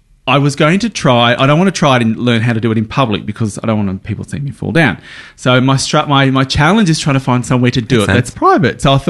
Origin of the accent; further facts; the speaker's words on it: New South Wales, Australia; moved away; Growing up in Outback New South Wales.